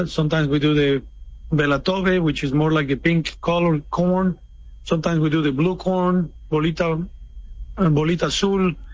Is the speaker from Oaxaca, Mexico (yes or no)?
yes; Oaxaca, Mexico; now in Shreveport, United States; to go back to my hometown